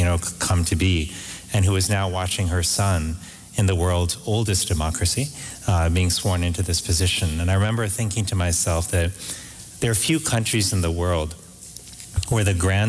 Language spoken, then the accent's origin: English; Miami, Florida, United States; Miami, Florida, which is where I grew up, although I must tell you, so many times when people realize that I was born in Miami and brought up in Miami